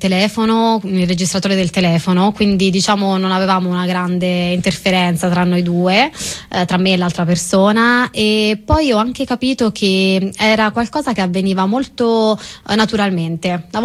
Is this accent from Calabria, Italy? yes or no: yes; Calabria, Italy; born there; now in Prato, Italy; Allora, io oggi sono a Firenze, ma abito a Prato, ma sono nata in Calabria